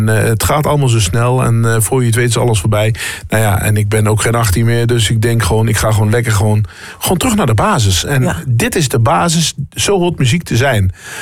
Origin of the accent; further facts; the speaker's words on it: North Brabant, Netherlands; also born or lived in Amsterdam; Dus mijn familie, mijn roots liggen daar wel. Ik woon eigenlijk wel al bijna heel mijn leven in Brabant. Maar ik ben wel een geboren Amsterdammer.